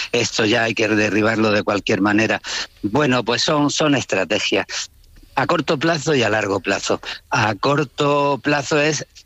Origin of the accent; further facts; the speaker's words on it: Granada, Andalusia, Spain; yo como andaluz y de Granada, pues siempre he dicho que no es que los andaluces hablemos peor que los castellanos